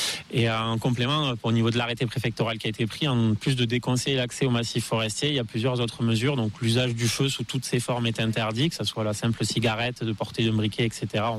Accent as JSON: {"language": "French", "town": "Béziers", "region": "Occitanie", "country": "France", "tie": "born there", "said": "je suis pas originaire de la vallée du Rio Majou, pas originaire des Pyrénées. Moi, je suis né sur le bord de mer, hein, sur la commune de Béziers."}